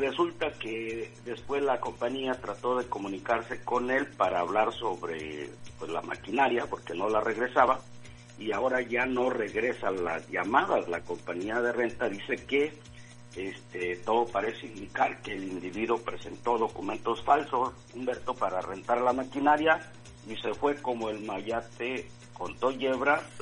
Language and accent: Spanish; Mexico; now in United States; nosotros como mexicanos migrantes acá en suelo de los Estados Unidos